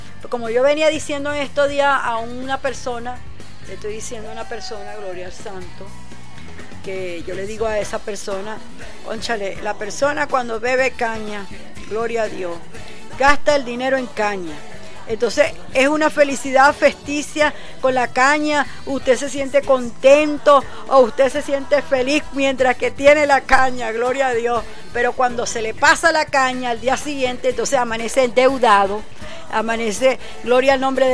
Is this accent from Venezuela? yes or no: yes; Venezuela; cuando nosotros amamos el país de Venezuela, amamos nuestro país donde nacimos, donde nacieron nuestros hijos, donde está nuestra familia